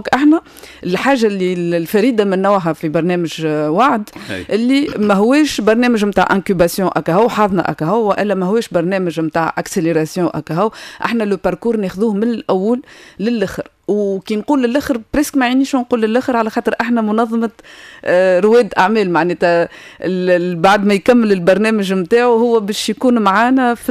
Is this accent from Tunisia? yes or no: yes; Tunisia